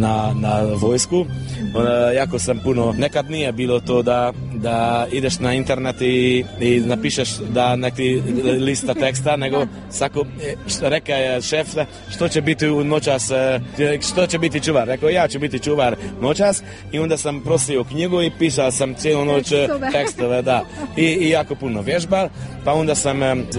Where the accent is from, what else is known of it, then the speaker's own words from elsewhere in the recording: Serbia; moved away; Ja sam otišao iz Srbija već 16 godina i već ne, ne toliko.